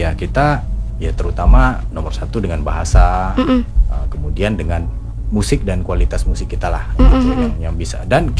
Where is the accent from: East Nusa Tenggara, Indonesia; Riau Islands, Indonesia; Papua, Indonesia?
Riau Islands, Indonesia; Nah, jadi supaya kita nih orang Kepulauan Riau atau orang Melayu bisa suaranya didengar secara global